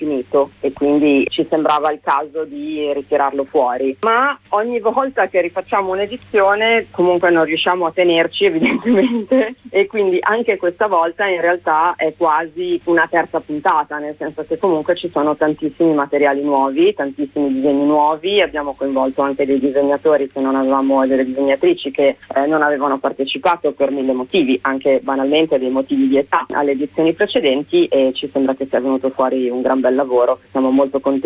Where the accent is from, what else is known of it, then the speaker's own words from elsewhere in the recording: Bologna, Emilia-Romagna, Italy; lo dico da bolognese, insomma da bolognese, da traduzione.